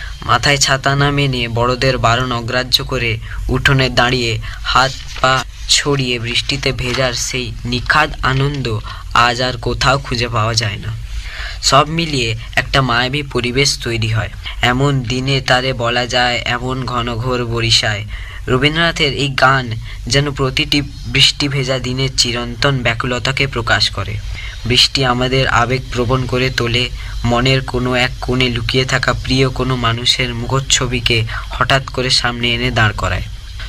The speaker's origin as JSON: {"language": "Bangla", "town": "Kolkata", "region": "West Bengal", "country": "India", "moved": "yes", "lives_now": "Purulia, India", "said": "আমি কলকাতা জেলার বাসিন্দা।"}